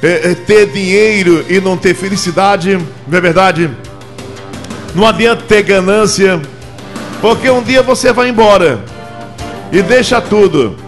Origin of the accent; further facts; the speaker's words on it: Brazil